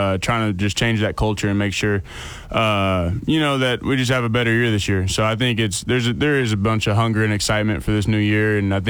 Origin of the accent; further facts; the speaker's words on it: Conway, Arkansas, United States; growing up in Conway, going to UCA games, and my girlfriend's brother played here in 2021, 2022, so I've been around the program and a lot, and everybody growing up in Conway, you want to be a Bear